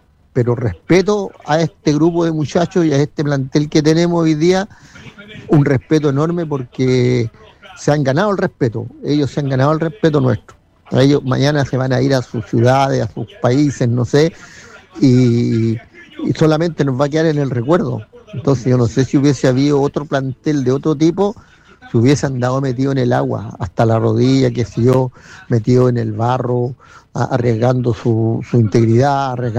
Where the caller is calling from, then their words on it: Coquimbo, Chile; acá de Puente Chico